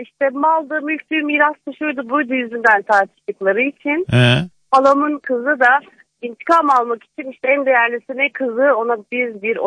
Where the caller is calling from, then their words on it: Malatya, Turkey; 42 yaşındayım. Malatyalıyım. Malatya'da yaşıyorum.